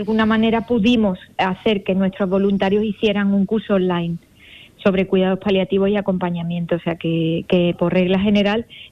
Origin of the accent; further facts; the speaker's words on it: Cádiz, Andalusia, Spain; somos de Cádiz